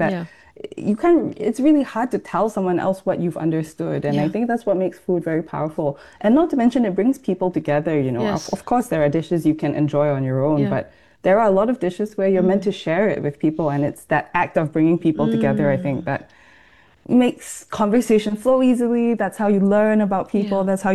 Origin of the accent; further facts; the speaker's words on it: Singapore; I think especially growing up in Singapore, when we talk about a big Chinese meal, like a banquet, you see meat.